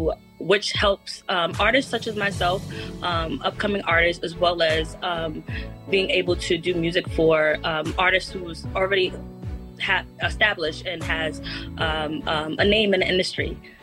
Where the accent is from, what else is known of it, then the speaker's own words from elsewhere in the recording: New York City, New York, United States; I born and raised in Bronx, New York. I'm a PK.